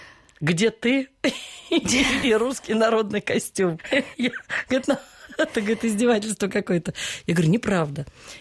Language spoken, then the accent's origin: Russian; Russia; born there; я родилась в России